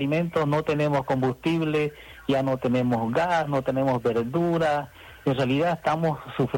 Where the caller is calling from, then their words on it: San Buenaventura, La Paz, Bolivia; yo estoy en San Buenaventura, somos de San Buenaventura